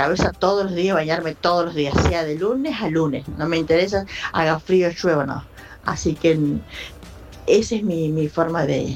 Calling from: Santa Fe, Argentina; acá de Andro, Santa Fe.

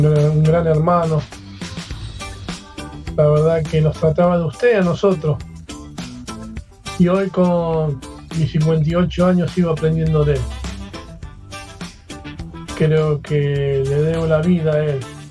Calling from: Lomas de Zamora, Buenos Aires Province, Argentina; soy de Loma de Zamora.

